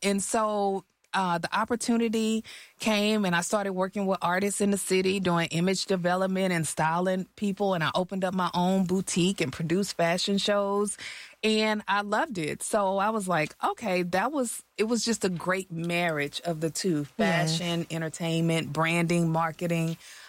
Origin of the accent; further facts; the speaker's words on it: Texas, United States; I was that homegirl from Harm Clark, Texas, where I grew up.